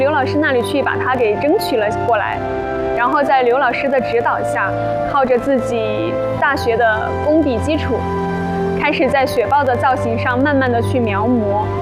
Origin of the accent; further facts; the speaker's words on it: Zigong, Sichuan, China; 欢迎大家来我的家乡自贡观灯